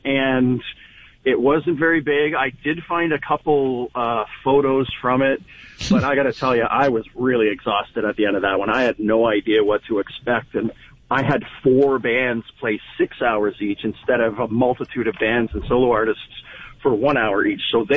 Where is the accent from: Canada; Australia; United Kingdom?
Canada; Windsor, Ontario; born or raised there